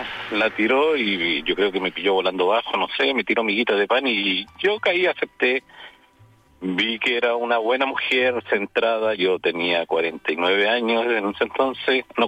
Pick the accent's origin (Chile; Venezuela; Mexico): Chile; Santiago, Santiago Metropolitan Region; now in Southern Chile; Mi familia es toda de Santiago y yo emigré hacia el sur de Chile.